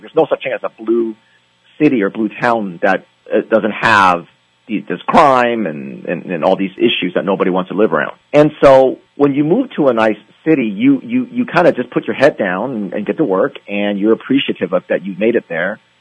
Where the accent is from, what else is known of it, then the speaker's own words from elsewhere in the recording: California, United States; I'm from California, so I've seen this over the course of, 20, 25 years ago.